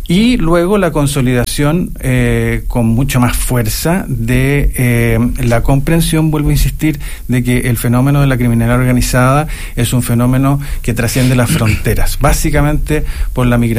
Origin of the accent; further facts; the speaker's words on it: Chile; nosotros como chilenos